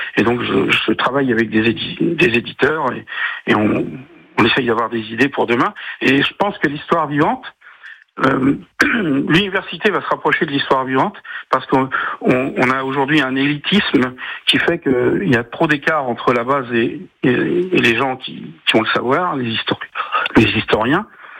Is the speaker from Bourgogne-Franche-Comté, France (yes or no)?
no; Brittany, France; je suis breton et je viens en Vendée pour réaliser cet événement.